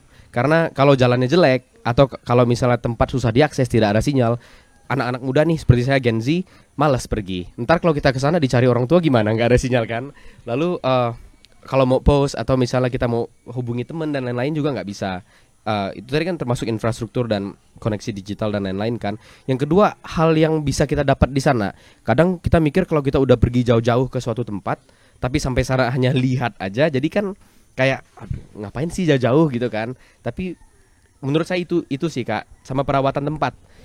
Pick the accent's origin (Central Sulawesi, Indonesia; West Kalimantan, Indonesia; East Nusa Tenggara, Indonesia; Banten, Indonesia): West Kalimantan, Indonesia; Namanya kan kita di Kalimantan Barat, khususnya di Kabupaten Sanggau, mayoritasnya kan kita orang Dayak nih.